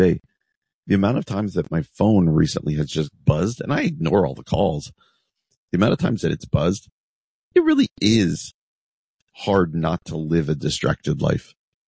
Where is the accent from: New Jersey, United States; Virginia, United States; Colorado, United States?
New Jersey, United States; moved away as an adult; I love this story from my home state of New Jersey. I grew up in New Jersey. I've been a Midwesterner for a long time. I basically moved out here in 1995 to go to Wheaton College